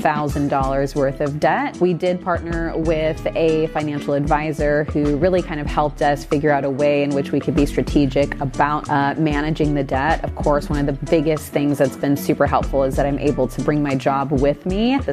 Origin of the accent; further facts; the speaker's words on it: United States; moved away as an adult; now in Syros, Greece; I'm just seen as an American here.